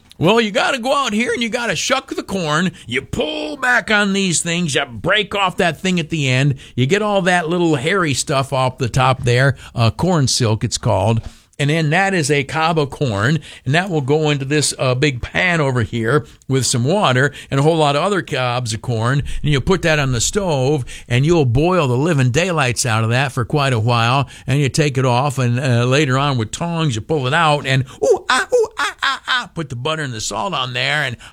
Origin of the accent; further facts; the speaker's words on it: United States; I'm an American. I'm a veteran of the Army.